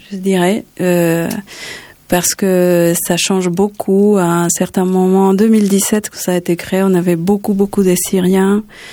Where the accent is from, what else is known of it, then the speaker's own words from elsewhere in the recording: Venezuela; French is a second language; now in Toulouse, France; j'enseignais déjà le français au Venezuela, mon pays d'origine.